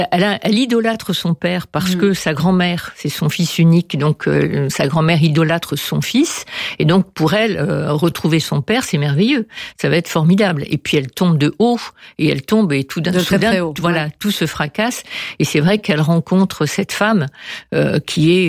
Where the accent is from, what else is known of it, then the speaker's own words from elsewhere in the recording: Algeria; also born or lived in Morocco; Algérie, mais je suis née un petit peu par hasard au Maroc. Mais ensuite, à partir de l'âge de 10 mois, j'ai passé toute mon enfance en Algérie.